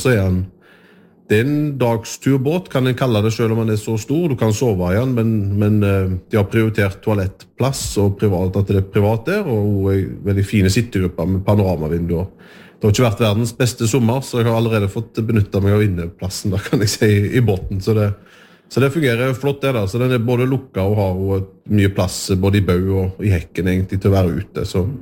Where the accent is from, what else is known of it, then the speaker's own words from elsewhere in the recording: Rogaland, Norway; så er det jo fjorden ligger meg også nært og som vestlending og ute på Haugalandet med å bruke den, så det har føltes naturligt